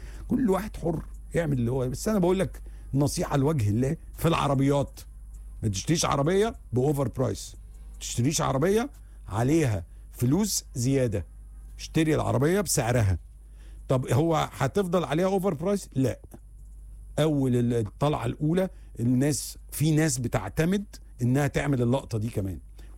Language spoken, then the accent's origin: Arabic; Egypt; وإحنا كمصريين